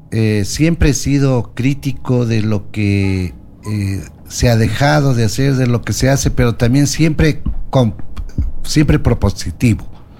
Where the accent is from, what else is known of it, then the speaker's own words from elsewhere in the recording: Loja, Ecuador; yo nací aquí en Loja hace 67 años. Soy un lojano apasionado de mi tierra. Tenido oportunidades para salir varias veces a vivir en el exterior, aquí fuera de, de la ciudad, pero yo he arraigado a mi tierra